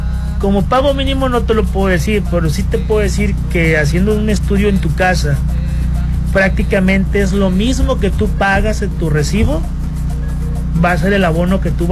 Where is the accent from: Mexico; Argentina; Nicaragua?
Mexico; Escuinapa, Sinaloa; yo soy de Escuinapa